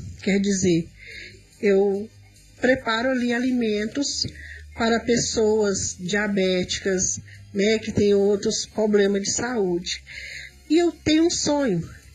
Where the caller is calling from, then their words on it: Belo Horizonte, Minas Gerais, Brazil; sou de Belo Horizonte, Minas Gerais, né? O meu pastor se chama Kleber, né? E sou da Igreja do Barreiro 1.